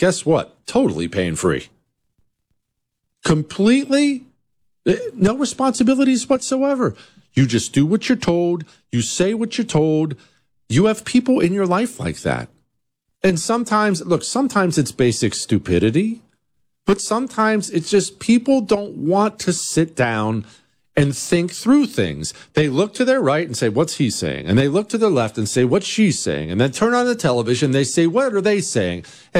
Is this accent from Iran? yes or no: no; United States; as an American citizen